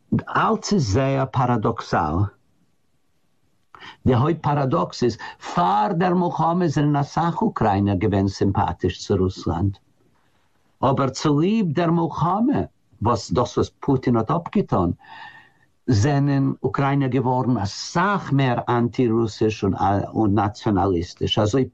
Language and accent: German; United States; German is a second language; ich bin doch ein Amerikaner, ich bin nicht kein Russ.